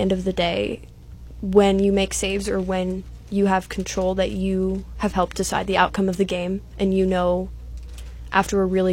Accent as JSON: {"language": "English", "town": "Forsyth", "region": "Illinois", "country": "United States", "said": "I'm from Forsyth."}